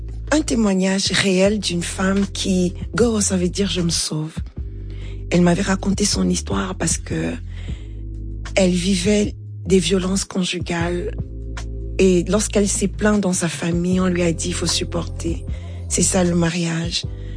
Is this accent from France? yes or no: no; Cameroon; Chez les Béti, chez nous, au Cameroun, on va dire le nkoul.